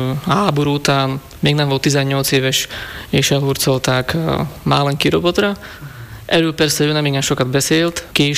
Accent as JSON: {"language": "Hungarian", "region": "Košice Region", "country": "Slovakia", "tie": "born or raised there", "said": "a már nem létező Perényi, tehát a szülőfalom falusi könyvtárát"}